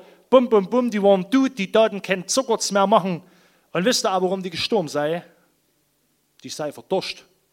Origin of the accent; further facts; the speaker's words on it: Thum, Saxony, Germany; Also wir kommen ja nur aus der Haupt- und Weltstadt Thun im Erzgebirge.